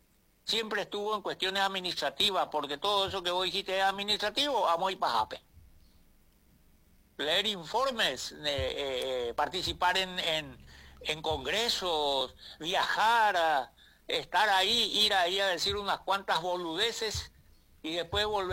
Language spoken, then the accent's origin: Spanish; Paraguay; por nuestra experiencia como paraguayos